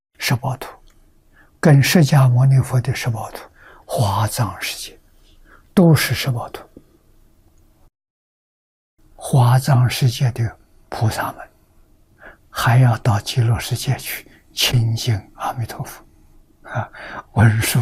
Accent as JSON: {"language": "Chinese", "country": "China", "said": "现在我们中国人用万万，啊，万万为意，万意为照。"}